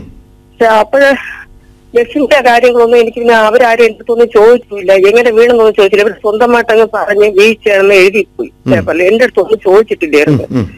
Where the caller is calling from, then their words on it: Panikkoottil, Kerala, India; പനിക്കൂട്ടിൽ നിന്നാ വിളിക്കുന്നത്.